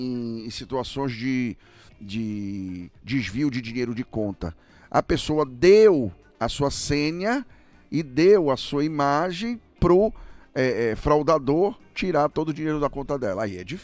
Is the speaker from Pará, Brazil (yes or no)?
yes; Pará, Brazil; nós somos brasileiros e acreditamos nesse país.